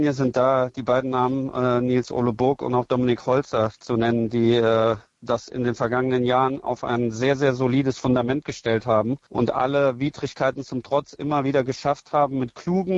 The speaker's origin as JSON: {"language": "German", "region": "Saarland", "country": "Germany", "tie": "born or raised there", "said": "als gebürtiger Saarländer"}